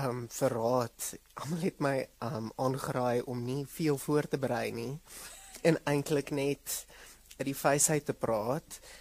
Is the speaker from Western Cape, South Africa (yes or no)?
no; Mbombela, Mpumalanga, South Africa; Ek kom uit die Laagveld uit. Mbombela spesifiek. Maar ek sê altyd Laagveld, want ek het groot geword saam met die mense van Sabi en Easy View en Komati Poort en Mashi Singh en Kanye Mazan